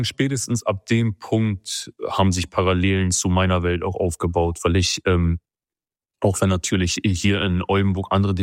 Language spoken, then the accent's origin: German; Turkey